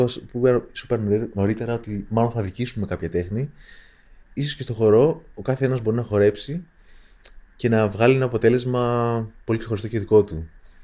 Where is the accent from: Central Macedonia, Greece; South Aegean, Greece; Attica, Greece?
Central Macedonia, Greece; Thessaloniki; Θα ήθελα πάρα πολύ να υπήρχε έστω και λίγο στην πόλη μου. Αλλά νομίζω ότι πλέον στη Θεσσαλονίκη είναι αυτό το στημένο